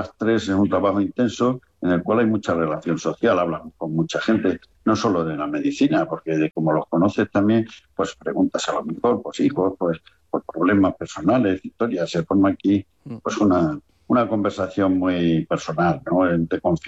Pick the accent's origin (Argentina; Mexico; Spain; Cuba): Spain; Cáceres, Extremadura; Yo me siento extremeño, pero también Miguelete, porque